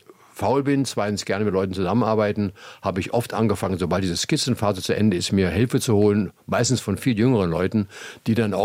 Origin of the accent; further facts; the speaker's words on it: Stadthagen, Lower Saxony, Germany; born there; Also, dass ich, wo ich geboren bin, in Stadthagen bei Hannover, meine Eltern waren mit der Druckerei befreundet, die im Nebenhaus war.